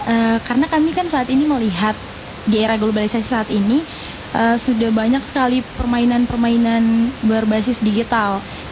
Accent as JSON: {"language": "Indonesian", "town": "Ternate", "region": "North Maluku", "country": "Indonesia", "said": "Dari Ternate."}